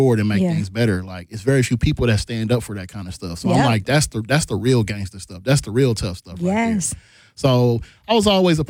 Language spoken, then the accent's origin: English; Mississippi, United States; born or raised there